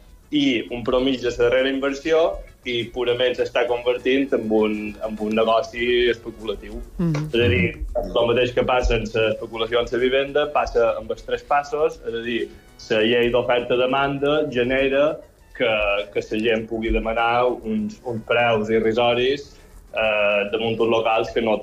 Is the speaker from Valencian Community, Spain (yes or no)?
no; Montuïri, Balearic Islands, Spain; Així com jo som de Montuïri